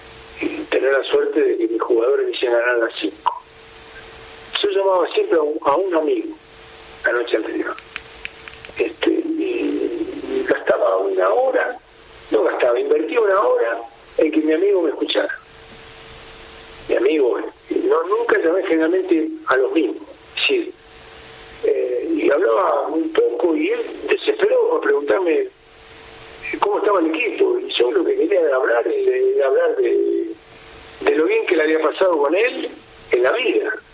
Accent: Argentina; El argentino es especial. Yo soy argentino también.

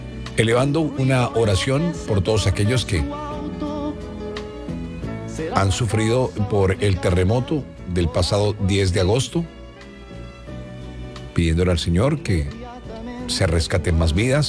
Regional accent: Colombia; Todos como colombianos estamos conectados de alguna u otra manera.

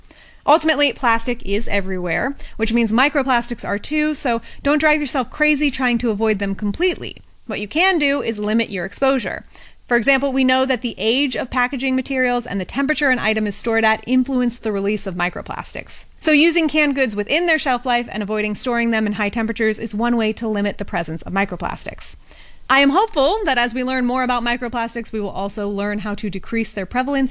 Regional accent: California, United States; my home state of California

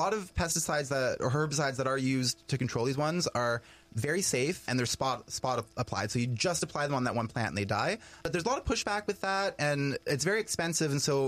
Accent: Peterborough, Ontario, Canada; now in Haliburton, Canada; So I come from Peterborough.

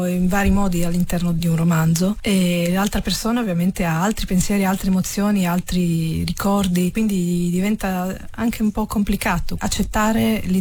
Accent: Rijeka, Primorje-Gorski Kotar County, Croatia; l'essere fiumana, una fiumana patocca, per me è sempre stato parte della mia identità

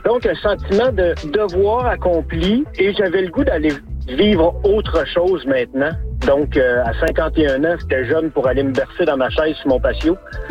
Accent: Quebec, Canada; born there; now in Saguenay-Lac-Saint-Jean, Canada; J'ai vu, tu sais, j'ai travaillé longtemps en Abitibi, dans ma région natale.

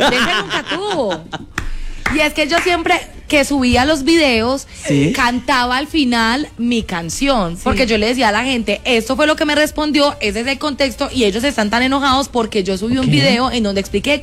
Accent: Colombia; A ver, yo amo Colombia, yo soy colombiana.

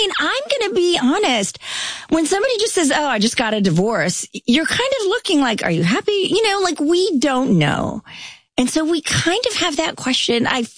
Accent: India; born there; So I was born in India. And when I was 3 months old, I contracted polio. Now in India, you don't get the vaccine at 3 months.

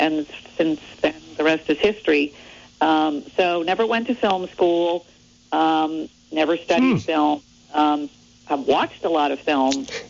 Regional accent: Middlebury, Vermont, United States; Yeah, well, I grew up in Middlebury, Vermont. My dad was the dean of Middlebury College, so I grew up with, and he was a philosopher.

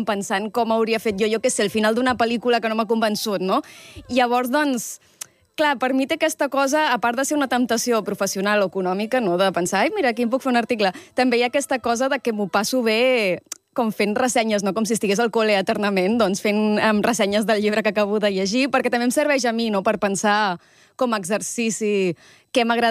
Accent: Premià, Catalonia, Spain; Doncs em dono treva aquest estiu tornant a Premià, al meu poble, i recordant que hi ha platja

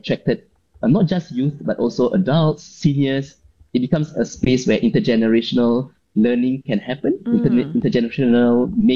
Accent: Singapore; as a Singaporean engineer overseas

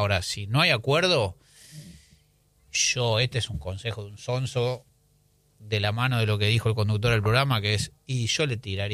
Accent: Argentina; me parece que como argentinos no solo tenía que vender uno

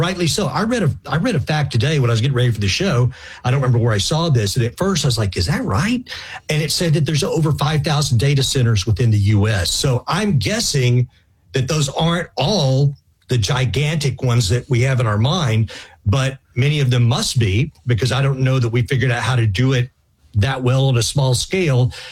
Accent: Texas, United States; in my home state of Texas, it's a big question because we have a lot of data centers

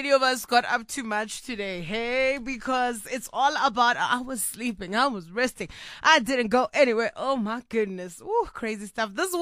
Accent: Kimberley, Northern Cape, South Africa; people from my hometown tuning into the show

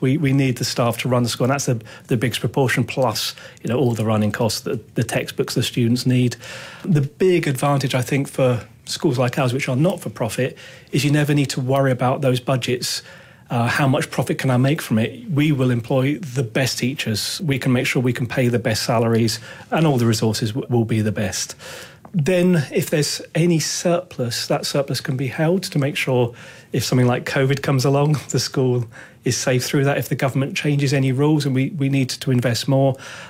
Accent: England, United Kingdom; now in Malaysia; as an Englishman, you might know about BBC and you might know about the ITV channel that I grew up with. They were the two channels we had when I was, when that shows my age as a 52-year-old.

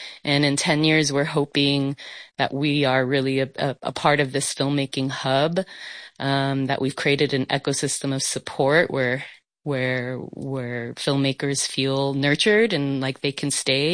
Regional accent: El Paso, Texas, United States; born or raised there

